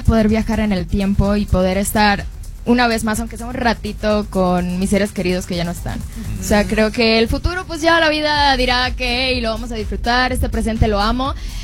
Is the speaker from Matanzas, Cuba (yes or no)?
yes; Matanzas, Cuba; born there; moved away; en Matanzas, que es mi provincia donde nací, en Cuba, en el portal de mi casa.